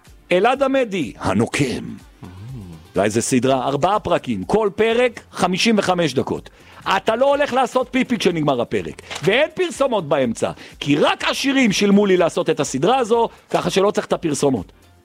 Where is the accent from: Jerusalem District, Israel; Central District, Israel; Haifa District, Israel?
Jerusalem District, Israel; Jerusalem; כי אני ירושלמי